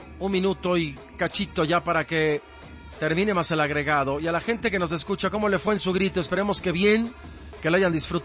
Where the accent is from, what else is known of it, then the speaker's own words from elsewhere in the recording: Chiapas, Mexico; de mi tierra, chiapanecos.